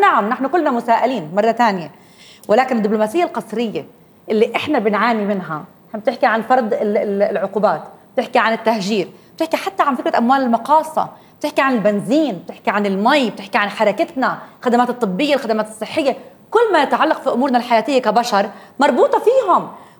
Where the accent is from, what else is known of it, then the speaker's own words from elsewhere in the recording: Palestine; أنا كفلسطيني